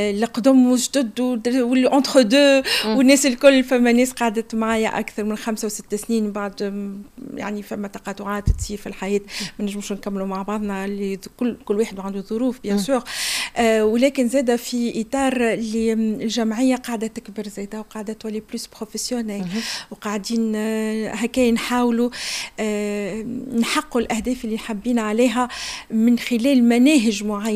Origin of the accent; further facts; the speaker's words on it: Tunisia; moved away; تحبيبهم في تونس كما نحبوها وكما نحبوا نعيشوا فيها نحن كأولياء